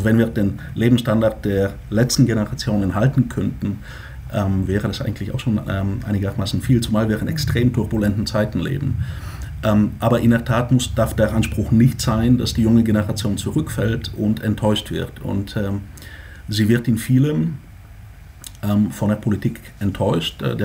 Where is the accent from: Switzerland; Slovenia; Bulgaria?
Bulgaria; German is a second language; now in Germany; Wenn ein Land wie meine Heimat Bulgarien Trabi-artige Leistungen hinstellt, also ein vergleichsweise schlechtes Gesundheitssystem, aber dafür sehr niedrige Steuer den Bürgern abverlangt, ist es auch okay.